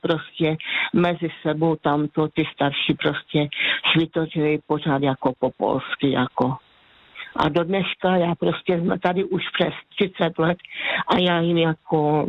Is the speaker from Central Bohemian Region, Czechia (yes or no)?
no; Zlín Region, Czechia; accent: Wallachian; moved away; No, protože prostě já jsem z Valašska, tam je zase jiná nářečí